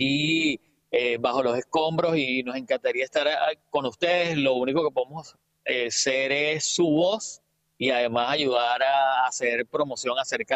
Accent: Venezuela; moved away; Sí, yo creo que todos los venezolanos estamos, los que estamos fuera, tratando

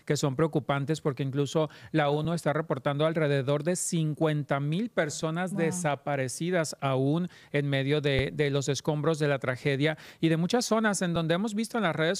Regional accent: Mexico; Como mexicano que vivimos tantas veces también sismos tan duros, tan destructivos, tan fuertes

